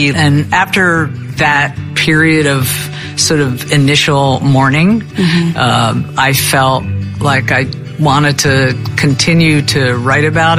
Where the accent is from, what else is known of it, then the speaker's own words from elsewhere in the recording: New Jersey, United States; I'm from New Jersey.